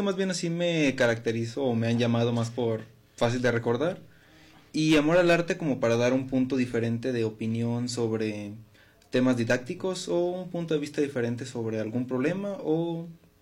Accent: Michoacán, Mexico; vengo de Michoacán y pues venimos aquí por afición al arte

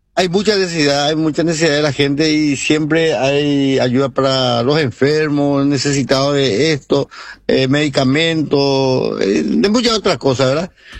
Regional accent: Horqueta, Concepción, Paraguay; now in Luque, Paraguay; Yo salí de Orqueta hace 43 años y estoy radicado en Luque, pero a jalar Orqueta de Yusei

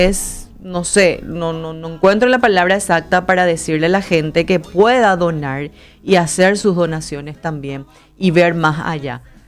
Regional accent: Paraguay; Nosotros como paraguayos no estamos todavía interiorizados lo que es salvar una vida.

